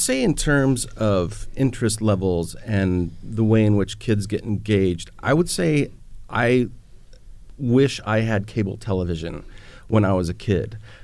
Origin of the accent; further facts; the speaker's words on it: Arizona, United States; now in Bloomington, United States; I am originally from Arizona